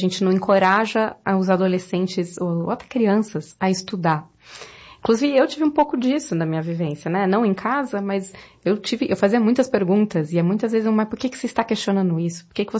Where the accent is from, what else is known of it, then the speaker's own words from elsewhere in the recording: São Paulo, Brazil; Olá! Bom, eu sou de São Paulo, casada já há 14 anos com o Lucas, que é meu amigo de escola.